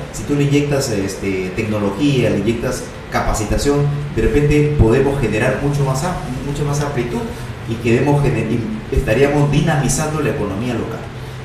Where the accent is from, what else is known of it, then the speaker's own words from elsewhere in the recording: Tambogrande, Piura, Peru; el haber estudiado y el haber nacido en este caluroso pueblo de Tamborande